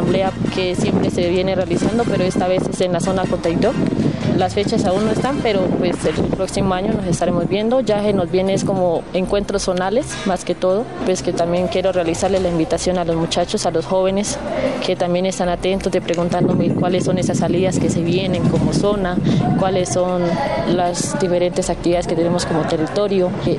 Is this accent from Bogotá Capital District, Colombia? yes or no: no; Jambaló, Cauca, Colombia; como lo somos como territorio de Jambalo